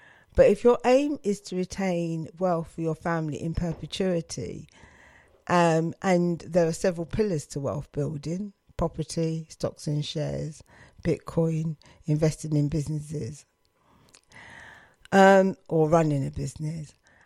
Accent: Luton, East of England, United Kingdom; when I grew up in Bedfordshire, where we had an airport, which is now Luton London Airport.

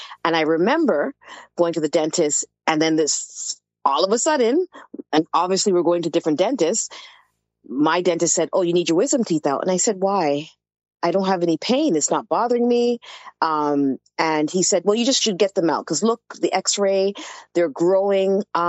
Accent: Toronto, Ontario, Canada; born and raised in Toronto, Canada

